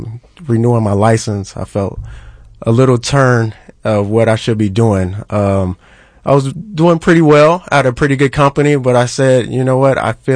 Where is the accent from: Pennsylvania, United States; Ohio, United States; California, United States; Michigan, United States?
Ohio, United States; Akron; Yes, I'm from Akron, Ohio. Been out here for about 21 years.